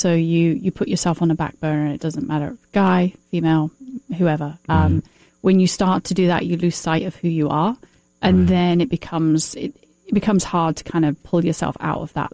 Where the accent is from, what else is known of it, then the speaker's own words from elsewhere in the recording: United Kingdom; I'm British.